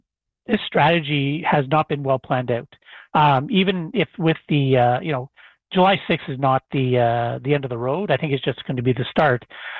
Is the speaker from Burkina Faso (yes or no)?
no; Canada; it frustrates me as a Canadian, as a taxpayer, that the government of Canada now is going to be buying more office space